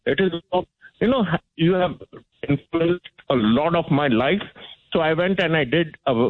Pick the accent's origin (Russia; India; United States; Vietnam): India; I'm from India.